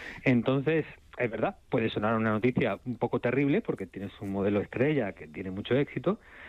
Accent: Málaga, Andalusia, Spain; soy malagueño.

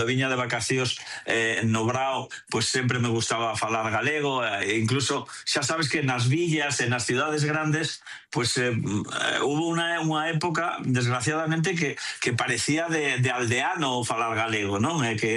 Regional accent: Barcelona, Catalonia, Spain; como me criei en Barcelona desde os 10 anos, pues non tiña esa sensación de rivalidade co Celta.

